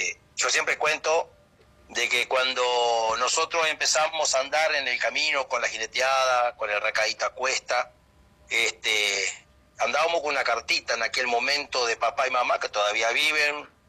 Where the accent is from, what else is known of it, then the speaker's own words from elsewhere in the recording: Paysandú, Uruguay; yo soy de Paysandú